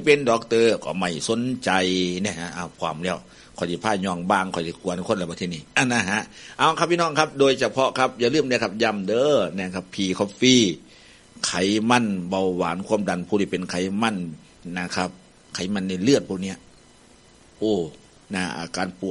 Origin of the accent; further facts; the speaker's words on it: Kaset Wisai, Roi Et, Thailand; คิดทอดคิดถึงเด้อพี่น้องเด้อโดยเฉพาะทางบ้านเกิดนะครับเกษตรวิสัยเข้าไปในเนาะทางหุ่นนะครับอยู่ดีสบายบ่เนาะ